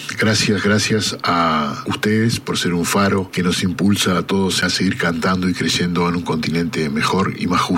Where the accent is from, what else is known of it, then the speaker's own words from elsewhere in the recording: Santa Lucía, Canelones, Uruguay; born there; Santa Lucía, mi ciudad natal, no es solo un punto en el mapa, es el lugar que me conecta con la identidad y con la naturaleza. Es una ciudad que me inspira por sus ríos, sus casas quintas, sus viñedos